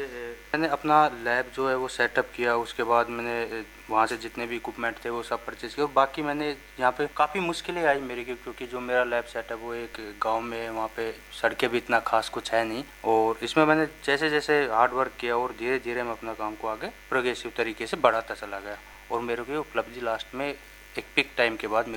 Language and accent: Hindi; Alwar district, Rajasthan, India; मैं एक अलवर डिस्ट्रिक्ट के छोटे से गांव सिरोड़ खुर्द से रहने वाला हूं जो मुंडावर तहसील में पड़ता है।